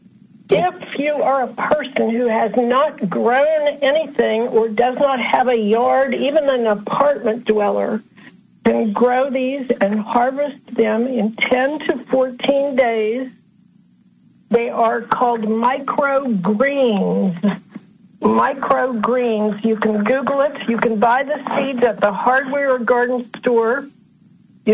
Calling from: Kansas City, United States; in Kansas City.

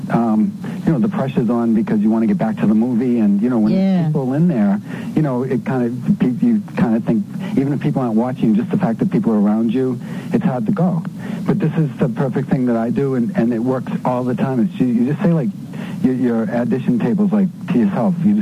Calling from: Beverly, Massachusetts, United States; I'm from Beverly, Massachusetts.

